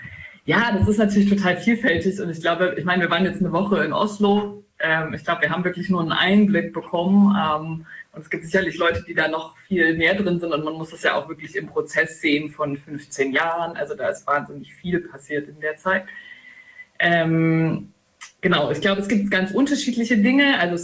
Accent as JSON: {"language": "German", "town": "Jena", "region": "Thuringia", "country": "Germany", "said": "Wir haben es ja am Anfang gesagt, wir kommen aus Jena, und das ist vielleicht schon auch noch ein wichtiger Bezugpunkt."}